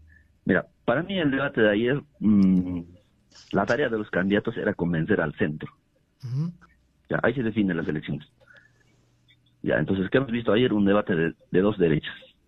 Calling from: Juliaca, Puno, Peru; Buenos días … de Juliaca.

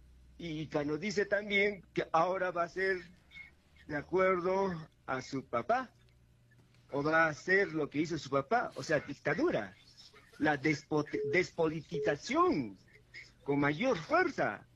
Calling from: Juliaca, Puno, Peru; desde Juliaca, Puno, Perú.

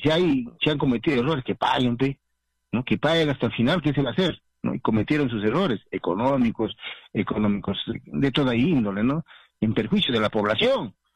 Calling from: Juliaca, Puno, Peru; De Juliaca.

